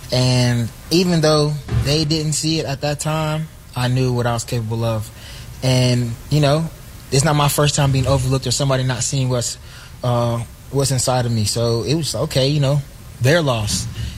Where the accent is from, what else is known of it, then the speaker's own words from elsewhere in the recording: Gwinnett, Georgia, United States; And I was growing up in Gwinnett, going against people that had all the Power 5 offers, you know, going to Norcross, seeing all the college scouts in my practice.